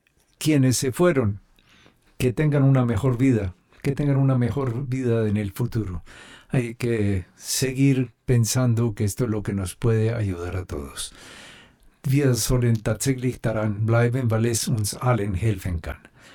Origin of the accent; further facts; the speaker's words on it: Colombia; Yo soy colombiano